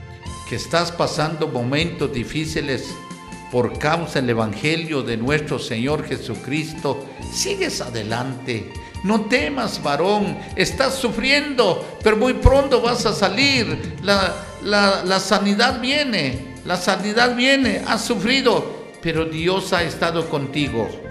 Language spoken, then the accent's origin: Spanish; Guatemala; nosotros como campesinos guatemaltecos